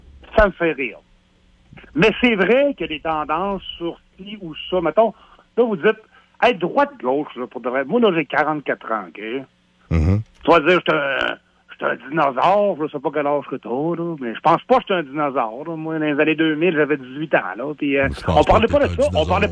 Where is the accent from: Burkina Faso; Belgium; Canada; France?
Canada; Sainte-Marie, Quebec; Je viens de Sainte-Marie.